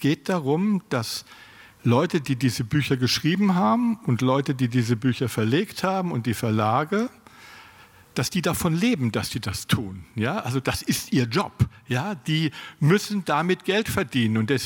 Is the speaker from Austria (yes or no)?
no; Berlin, Germany; meiner Heimatstadt Berlin